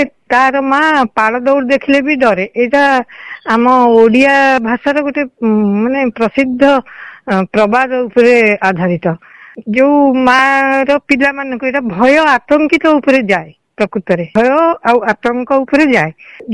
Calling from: Jagatsinghpur, Odisha, India; କହୁଥିଲି ଜଗତସିଂହପୁରରୁ।

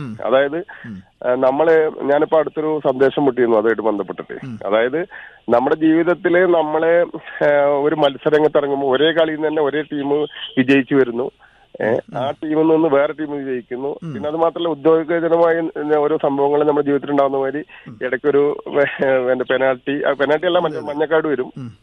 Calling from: Mannarkkad, Kerala, India; മണ്ണാർക്കാട്. പിന്നെ ഞങ്ങളുടെ നാട്ടിലാണ് ഏറ്റവും കൂടുതൽ വലിയ ഫ്ലക്സ് സംവിധാനം പ്രമീള മാഡത്തിന്റെ നാട്ടിൽ.

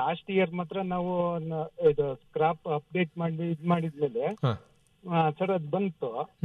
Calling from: Lakkanayakanahalli, Karnataka, India; ನಮ್ದು ಕಟ್ಟೈದ ಹೋಗ್ಲಿ, ಲಕ್ಕನಾಯಕನಹಳ್ಳಿ ಅಂತ.

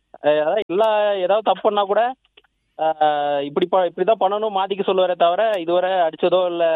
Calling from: Gudalur, India

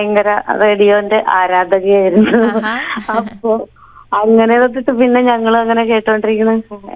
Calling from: Velur, Kerala, India; ഞാൻ വേലൂരിൽ നിന്നായ

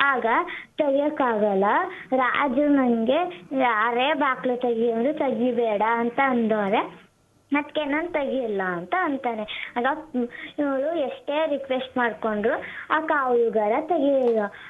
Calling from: Karnataka, India; ಲಾಲ್ನಹಳ್ಳಿ, K R Nagar taluk.

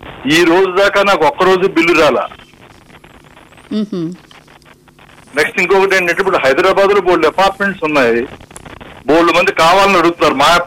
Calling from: Telangana, India; నేను హైదరాబాద్ నిజామాబాద్ నుంచి మాట్లాడుతున్నా.

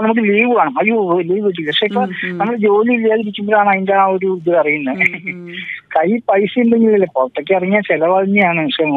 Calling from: Chittanda, Kerala, India; ഞാൻ വിളിച്ചത് തൃശ്ശൂരിൽ നിന്നാണ്. തൃശ്ശൂർ ജില്ലയിലെ ചിറ്റണ്ട, 33 കിലോമീറ്റർ ഉള്ള ചിറ്റണ്ട എന്ന സ്ഥലത്ത് നിന്നാണ്.

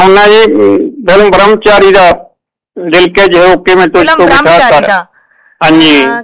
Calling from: Manikhera, Punjab, India; ਮੈਂ ਪਿੰਡ ਮਾਣੀਖੇੜਾ … ਤਹਿਸੀਲ ਮਲੋਟ ਤੋਂ ਬੋਲਦਾ ਜੀ।

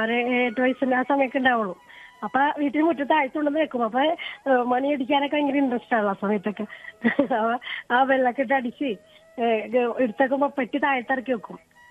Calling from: Aluva, Kerala, India; ആലുവ കുന്നത്തേരിയിലാണ് വീട്.

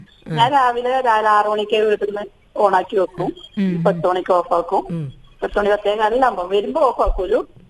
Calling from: Kerala, India; Keecheri, ചെറുക്കുറ്റി.

